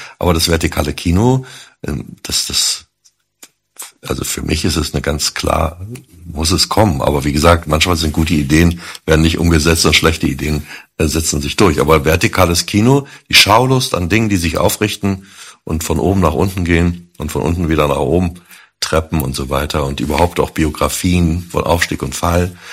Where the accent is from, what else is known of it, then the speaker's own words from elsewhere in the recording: Berlin, Germany; als Berliner